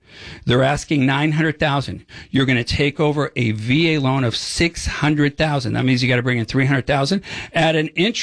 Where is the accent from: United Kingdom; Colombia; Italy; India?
Colombia; now in United States; I love this country. I'm a patriot from Colombia, and we are saving the American dream.